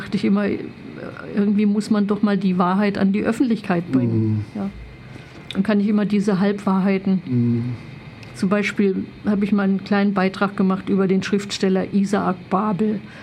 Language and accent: German; Thuringia, Germany; Also auch wenn ich in mein Heimatdorf fahre und dann die Gespräche anhöre in Thüringen